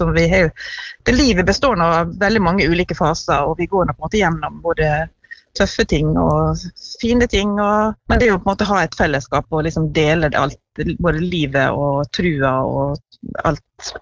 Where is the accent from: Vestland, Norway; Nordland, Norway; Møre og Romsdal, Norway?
Møre og Romsdal, Norway; Langevåg; moved away as an adult; now in Skien, Norway; jeg nå vokst opp i Langvågen, og så har jeg da flyttet på meg etter hvert når jeg begynte å studere, og så har jeg havnet til slutt i Skien